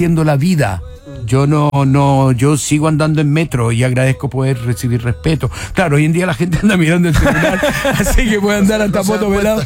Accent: Chile; moved away as an adult; now in Santiago, Chile; Y yo en Chile tenía un lugar y sigo teniendo un lugar que amo, precioso, escondido, cuidadito, que hay que cuidar mucho, que es nuestro país.

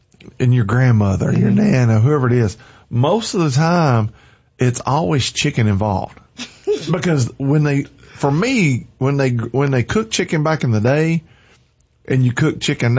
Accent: United States; accent: country; That's my country accent coming out there, y'all.

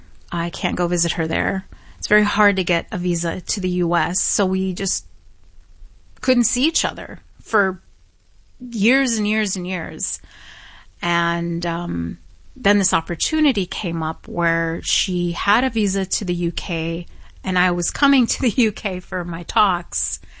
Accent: United States; I'm from America and I'm just visiting for a few days.

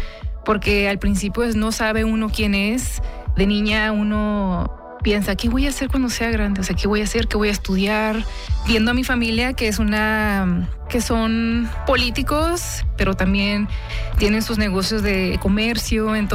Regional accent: Ojinaga, Chihuahua, Mexico; also born or lived in Presidio, Texas, United States; Regresando a mis tierras, a Ojinaga, Presidio, soy de ambos lados

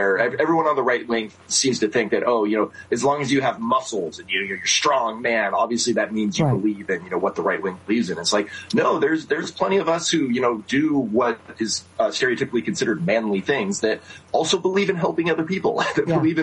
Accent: Seal Beach, California, United States; now in Huntington Beach, United States; So I grew up in Seal Beach, which is part of the district. And then I currently live in Huntington Beach. I've lived here for the past like 16 years.

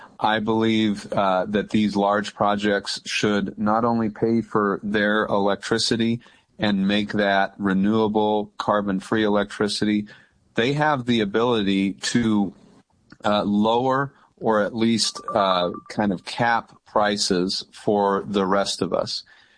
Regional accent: New Mexico, United States; I'm privileged to have been born and raised in New Mexico. I come from a family of educators and ranchers.

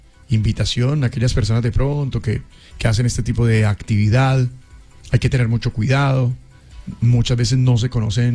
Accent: La Dorada, Caldas, Colombia; now in Meta, Colombia; Estuve en la Dorada Caldas, estuve, sí, en Palanquero, esa es mi tierra.

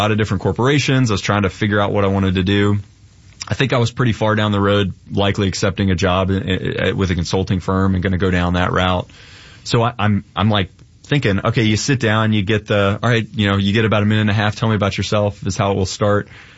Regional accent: Georgia, United States; You know, for me, I grew up in Gwinnett County. I'm kind of a Metro Atlanta kid, was a high school kid on 9/11, and wanted to be G.I. Joe.

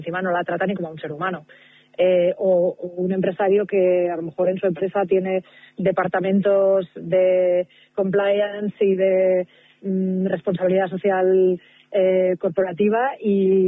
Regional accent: Barcelona, Catalonia, Spain; moved away as an adult; now in Madrid, Spain; porque yo soy de Barcelona. Esto podría estar ambientado en Pedralbes, ¿no? Pero bueno, como llevo 15 años aquí en Madrid

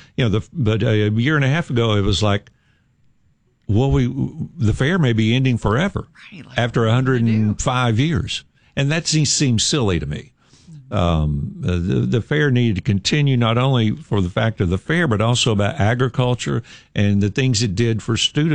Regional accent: Knoxville, Tennessee, United States; I grew up with it in East Knoxville. My dad had the business there on Magnolia Avenue.

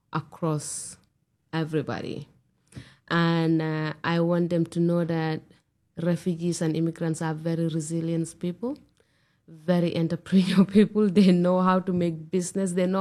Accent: Gambia; moved away; I'm from the Gambia.

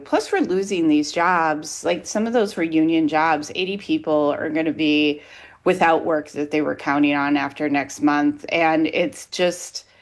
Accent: Grand Rapids, Michigan, United States; And growing up in Grand Rapids, going to the gas station, getting a Selton Nut Roll, and the two of us sharing that experience

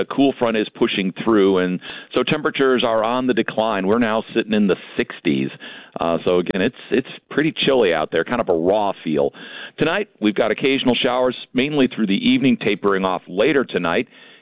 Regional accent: Oswego, Illinois, United States; I grew up in Oswego.

